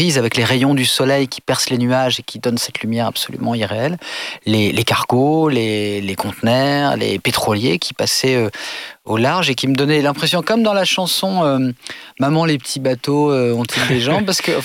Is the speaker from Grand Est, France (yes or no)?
no; Normandy, France; also born or lived in Le Havre; là où j'ai grandi, dans un petit village à côté du Havre, sur les falaises